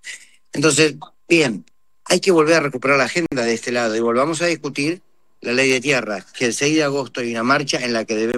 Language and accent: Spanish; Argentina